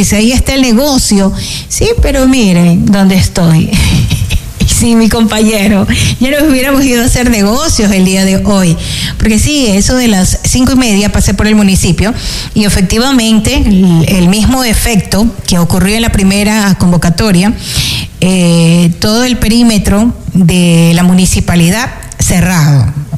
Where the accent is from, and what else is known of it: Ecuador